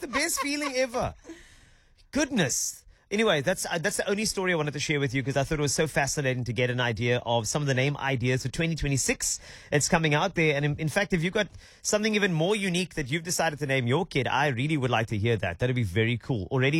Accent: Cape Town, Western Cape, South Africa; I'm from Cape Town.

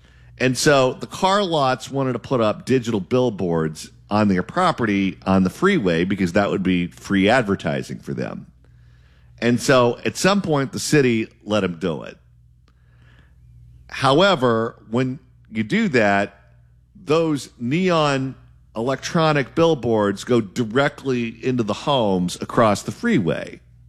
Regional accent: Garden Grove, California, United States; I'm from Garden Grove, California.

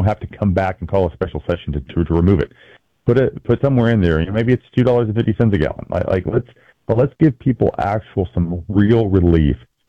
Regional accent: Athens, Alabama, United States; I'm from North Alabama, right? I'm from Athens. I'm a hometown boy.

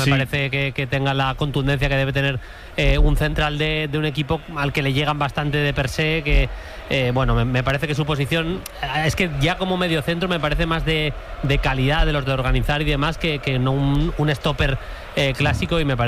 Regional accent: Getxo, Basque Country, Spain; Yo soy más de Neguri-Languille.

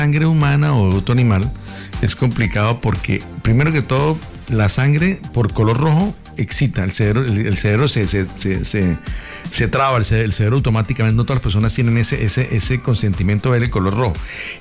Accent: Cúcuta, Norte de Santander, Colombia; Fue la mejor época de mi niñez, de mi adolescencia, vivir en Cúcuta en esa época, de los 80 a los 90.

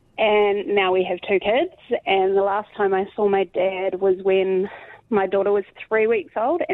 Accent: Oamaru, Otago, New Zealand; now in Dunedin, New Zealand; So I never met him. I grew up in Oamaru, and I knew his family. My mum knew his family, but they wouldn't tell me where he was. So I moved to Dunedin

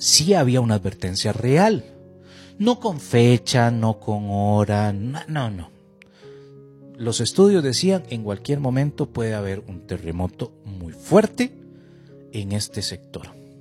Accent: Costa Rica

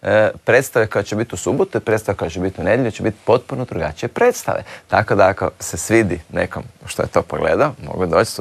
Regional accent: Croatia; Međutim, nisu baš bili samo američki, ja sam iz Hrvatske.

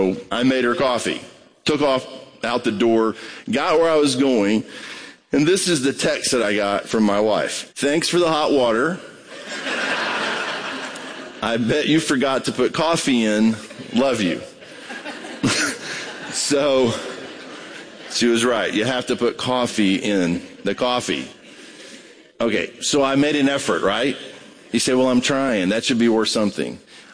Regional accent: Brazil; I grew up in Brazil, so that's coffee, the stuff they're serving here.

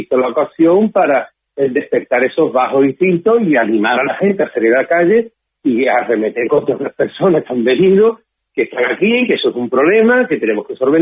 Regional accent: Ceuta, Spain; es todo el pueblo de Ceuta, nosotros también somos pueblo de Ceuta y vamos a estar.

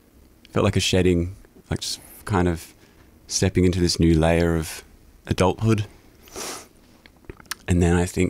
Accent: Ireland; well, I'm Irish, so I'm going to create a traditional Irish folk album

